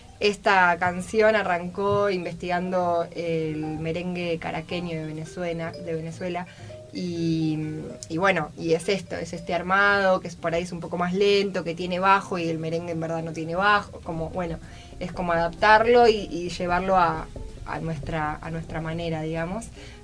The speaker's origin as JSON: {"language": "Spanish", "country": "Argentina"}